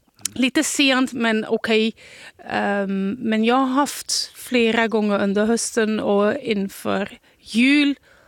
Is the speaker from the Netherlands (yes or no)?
yes; Netherlands; now in Sweden; jag är från Nederländerna